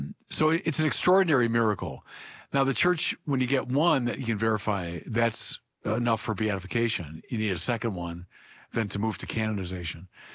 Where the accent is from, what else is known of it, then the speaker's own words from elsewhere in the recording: Illinois, United States; Yeah, well, he's from my home state of Illinois